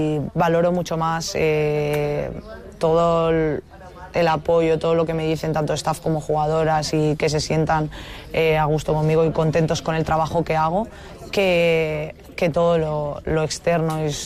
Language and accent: Spanish; Balearic Islands, Spain; somos cuatro mallorquinas